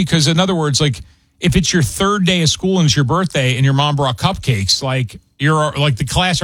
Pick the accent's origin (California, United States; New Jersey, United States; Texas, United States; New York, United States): New Jersey, United States; now in Michigan, United States; I grew up in New Jersey. I didn't grow up here.